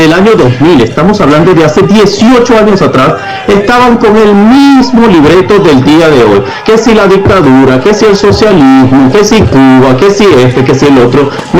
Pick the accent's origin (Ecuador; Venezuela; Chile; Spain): Venezuela; como venezolano que soy, como periodista que vivió el golpe de Estado en el año 2002 en vivo